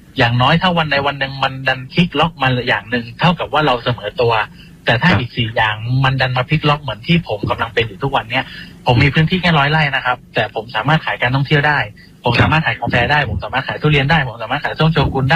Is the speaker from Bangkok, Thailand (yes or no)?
no; Chumphon, Thailand; ผมเป็นคนชุมพรคนหนึ่งที่เราอยู่ในยุคที่ผ่านพ้นเรื่องราวทั้งหมดมาแล้ว